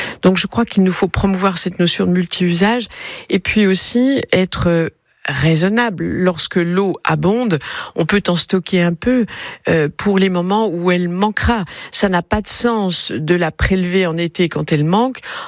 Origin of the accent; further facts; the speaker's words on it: Bourgogne-Franche-Comté, France; Pas plus que chez moi, dans le Haut-Doubs, dans le massif du Jura, nous ne sommes habitués à cela.